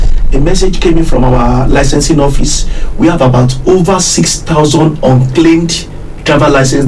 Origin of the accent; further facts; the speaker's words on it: Nigeria; As a Nigerian driver, before you embark on any journey, like I said earlier, ensure that your first vehicle parade is intact.